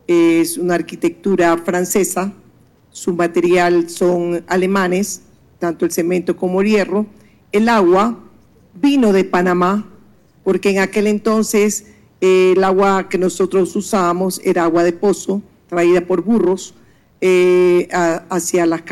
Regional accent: Ecuador; Yo hablo tanto de mi país porque me siento tan orgullosa, ser chola, montubia, ecuatoriana.

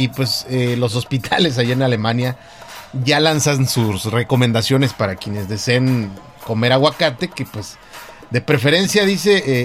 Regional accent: Mexico; como los mexicanos, ¿no? Que somos

